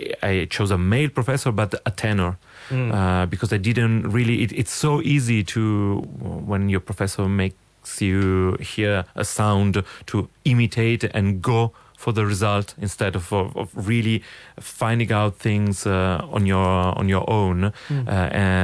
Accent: Milan, Lombardy, Italy; I mean, as I grew up in Milano, so when I went to opera was La Scala

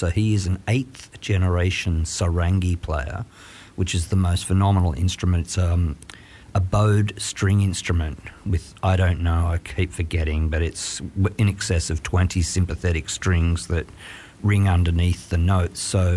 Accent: Grenfell, New South Wales, Australia; now in Bathurst, Australia; I was born in Grenfell in the Central West and grew up on a sheep farm playing drums in the woolshed as a kid

